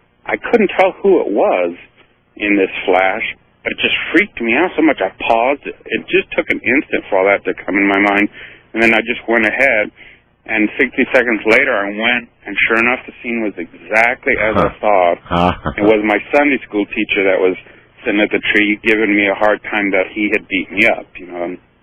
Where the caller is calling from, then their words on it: Denver, Colorado, United States; I'm calling from Colorado, from Denver.